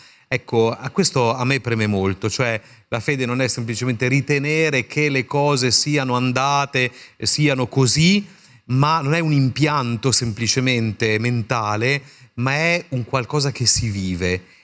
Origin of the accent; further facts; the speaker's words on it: Parma, Emilia-Romagna, Italy; born there; Io sono nato a Parma